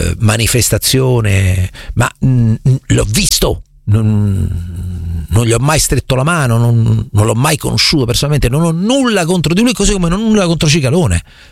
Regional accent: Marche, Italy; io sono marchigiano, quindi per me il lavoro è fatica. Nelle Marche non si dice vado a lavorare, si dice vado a fatica.

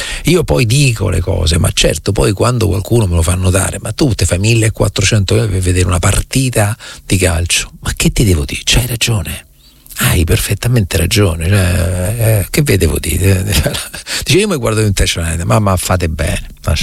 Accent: Recanati, Marche, Italy; Guarda, non ti dico Recanati perché è il mio paese

